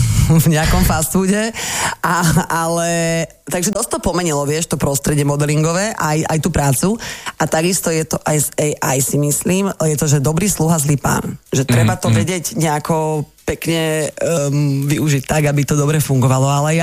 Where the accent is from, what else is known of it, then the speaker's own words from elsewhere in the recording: Bratislava, Bratislava Region, Slovakia; Nežijem Petržalke, ale som z Petržalky, hej.